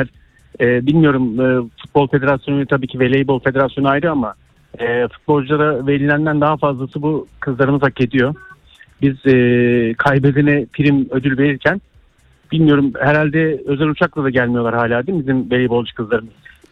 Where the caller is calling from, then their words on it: Istanbul, Turkey; ben İstanbul'dan.